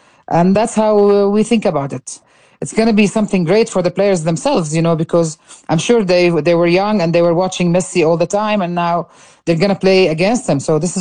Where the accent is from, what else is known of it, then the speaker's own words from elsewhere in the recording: Jordan; I'm from Jordan.